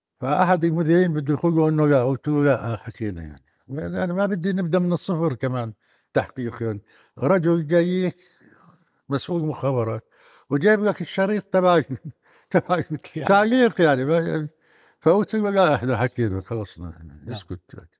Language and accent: Arabic; Palestine; أنا يعني اشتغلت فترة بحياتي بإذاعة الثورة الفلسطينية كانت في درعا